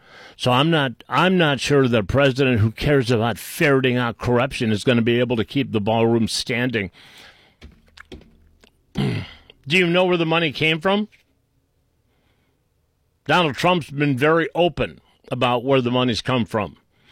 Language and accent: English; Boston, Massachusetts, United States; accent: Boston; I should be saying it with my Boston accent.